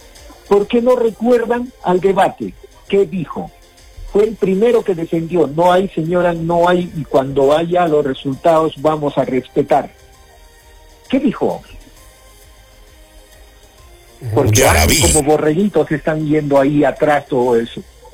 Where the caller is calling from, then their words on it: Peru; yo no soy arequipeño, pero como arequipeños, como peruanos